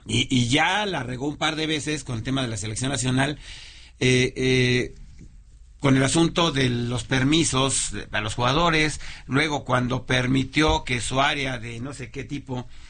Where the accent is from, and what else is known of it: Mexico